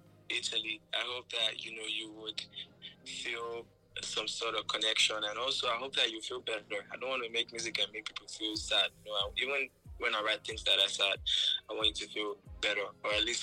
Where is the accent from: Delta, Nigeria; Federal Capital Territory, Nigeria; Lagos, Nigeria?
Delta, Nigeria; Asaba; born there; also born or lived in Benin City / Ibadan; because I'm from Ibadan, but I was born in Benin City. I lived most of my life in Asaba. My Yoruba don't even hit as much. But before even being a Yoruba man, I'm a Nigerian. Before being a Nigerian, I'm an African.